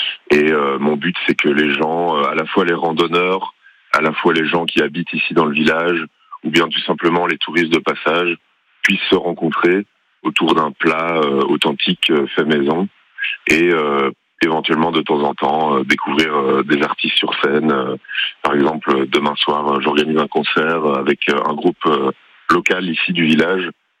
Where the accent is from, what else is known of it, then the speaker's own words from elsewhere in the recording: Brussels, Brussels-Capital Region, Belgium; moved away as an adult; now in Saint-Alban-sur-Limagnole, France; moi, je viens de Belgique.